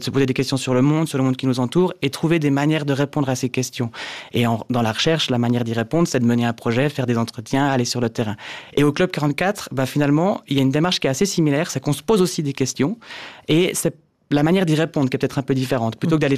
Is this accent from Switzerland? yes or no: yes; Mettembert, Jura, Switzerland; born or raised there; also born or lived in Neuchâtel